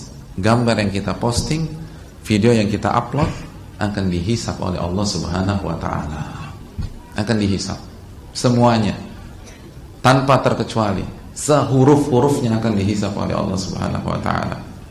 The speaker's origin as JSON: {"language": "Indonesian", "region": "Jakarta", "country": "Indonesia", "said": "apalagi kita orang Jakarta"}